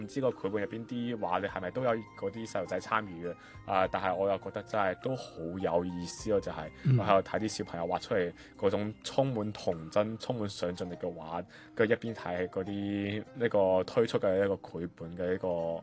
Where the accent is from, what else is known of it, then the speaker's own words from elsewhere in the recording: Macau; moved away as an adult; now in Guangzhou, China; Hello 啊，各位，